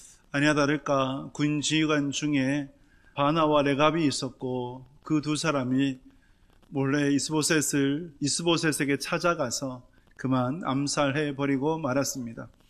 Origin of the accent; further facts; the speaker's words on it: Gyeongsang, South Korea; 살아봐도 경상도 사람은 티를 못 벗어요. 제가 어느 날 뭐 물건을 산다고 뭐 이제 얘기하는데 저한테 묻더라고요. 경상도 출신이죠? 예, 묻더라고요.